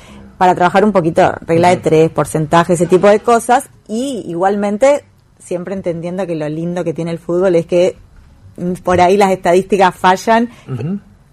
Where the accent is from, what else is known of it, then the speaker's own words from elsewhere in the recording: Ceres, Santa Fe, Argentina; yo soy de Ceres